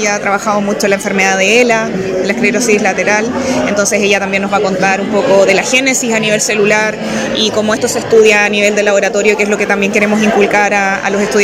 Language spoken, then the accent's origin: Spanish; Biobío, Chile; Nosotros somos de la región del Biobío, no somos de Santiago.